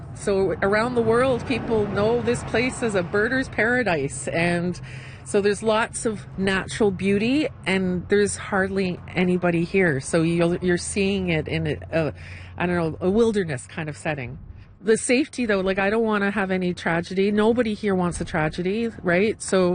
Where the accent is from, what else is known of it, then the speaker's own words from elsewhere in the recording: Toronto, Ontario, Canada; So like born and raised in Toronto downtown, and first trip 23 years ago, and just fell in love with this province and this particular area.